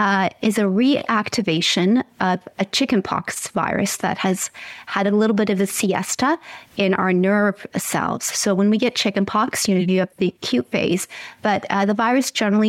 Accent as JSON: {"language": "English", "region": "Ontario", "country": "Canada", "said": "Well, I hail from Ontario, where it is still winter, unfortunately."}